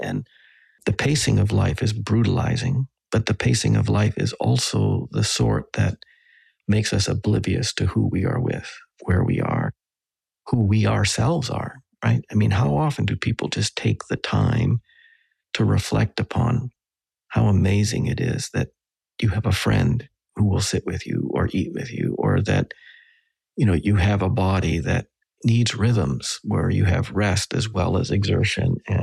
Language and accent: English; Western Canada, Canada; because I grew up with him in Western Canada.